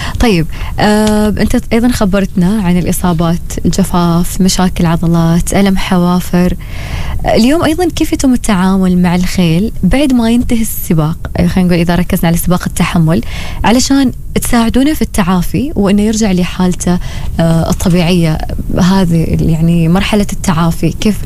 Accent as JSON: {"language": "Arabic", "country": "Oman", "said": "هنا عندنا في سلطنة عمان"}